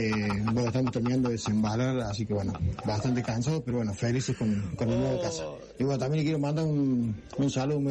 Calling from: Río Segundo, Córdoba, Argentina; Carnicero de Río Segundo.

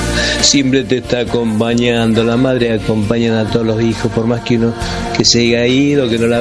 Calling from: Buenos Aires, Argentina; de Palermo.

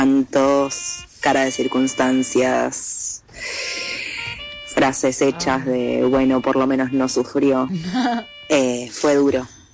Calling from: Buenos Aires, Argentina; de Mataderos

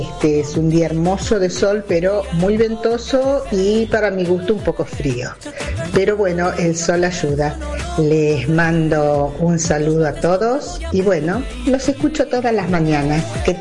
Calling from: Carlos Casares, Buenos Aires Province, Argentina; les hablo desde Carlos Casares, es para saludarlos y contarles que bueno, hoy acá en mi ciudad es un día hermoso de sol, pero muy ventoso y para mi gusto un poco frío.

